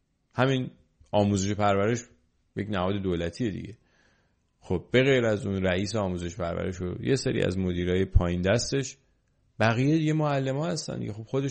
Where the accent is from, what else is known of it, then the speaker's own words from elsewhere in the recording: Iran; moved away; به عنوان یه ایرانی